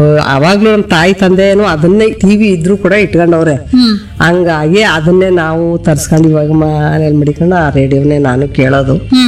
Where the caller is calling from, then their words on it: Agadur, Karnataka, India; ನಮ್ಮೂರ ಹೆಸರು ಆಗತ್ತೂರು.